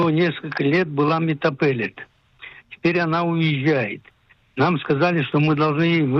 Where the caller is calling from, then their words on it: Petah Tikva, Central District, Israel; Я … из Петах-Тыквы.